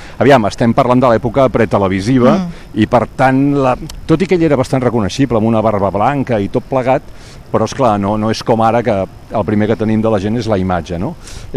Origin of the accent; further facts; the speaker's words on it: Barcelona, Catalonia, Spain; Jo crec, o almenys per mi com a barceloní